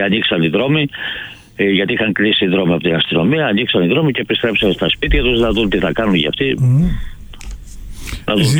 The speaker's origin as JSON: {"language": "Greek", "town": "Monastiraki", "country": "Greece", "tie": "born or raised there", "said": "Το χωριό μου είναι το Μοναστηράκι."}